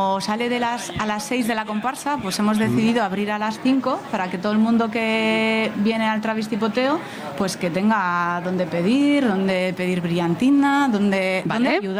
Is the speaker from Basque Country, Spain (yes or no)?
yes; Basauri, Basque Country, Spain; yo también soy de Basauri.